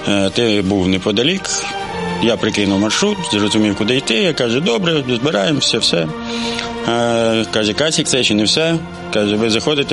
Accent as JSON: {"language": "Ukrainian", "town": "Roksolany", "region": "Odesa Oblast", "country": "Ukraine", "tie": "born or raised there", "said": "Я з Одеси, з півдня країни, з невеличкого села неподалік Одеси, такого милозвучного, називаються Роксолани. Найсонячно, по-моєму, спогади тільки найкращі. Там я провів все своє дитинство, ну і весь свій життєвий шлях"}